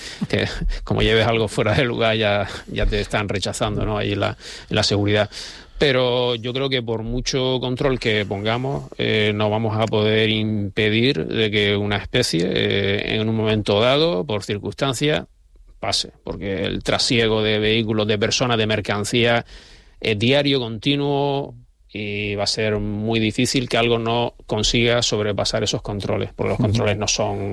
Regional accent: Canary Islands, Spain; sobre todo los que somos canarios

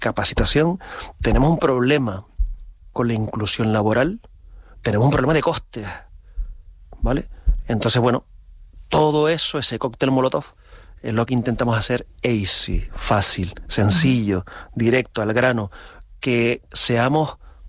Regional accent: Canary Islands, Spain; now in Gran Canaria, Spain; me siento tan canario que me siento un trocito de cada una de nuestras 8 islas.

